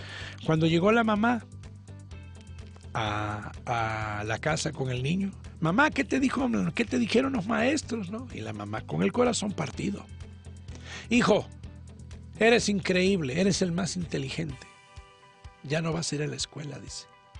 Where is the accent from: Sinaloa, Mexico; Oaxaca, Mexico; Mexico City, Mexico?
Oaxaca, Mexico; Tuxtepec; Te lo digo así porque mira, allá en mi tierra, en Tuxtepec, Oaxaca, los niños a la edad de preescolar, mira, van al campo.